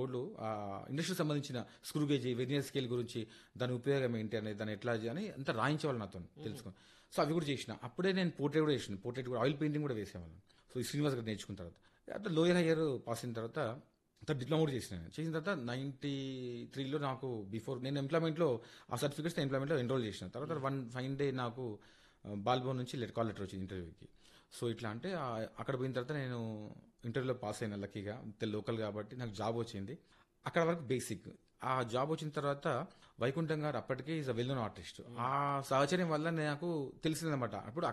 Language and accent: Telugu; Saidabad, Telangana, India; Sir నేను పుట్టింది సైదాబాద్లో sir. So మా అమ్మ డాడీ వచ్చేసి వాళ్ళు చదువుకోలేదు, మా అక్కయ్య కూడా చదువుకోలేదు. సో నన్నే గవర్నమెంట్ స్కూల్లో చదివించారు, మదనపేట హై స్కూల్ అని సైదాబాద్లో ఉండింది.